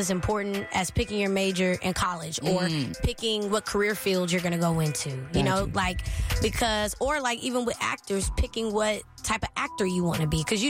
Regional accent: Pearland, Texas, United States; I'm from right here in Houston, Texas. I grew up in Pearland. Oh. Very proud to be from Pearland.

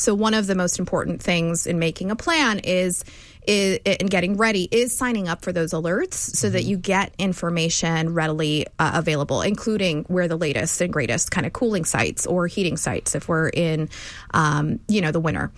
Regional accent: Houston, Texas, United States; I was born and raised in Houston. I love Houston.

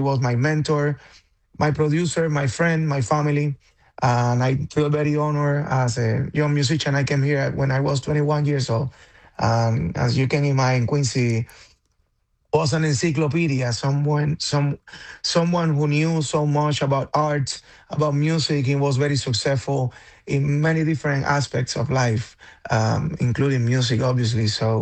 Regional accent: Havana, Cuba; moved away; I come from Havana, Cuba. I grew up there

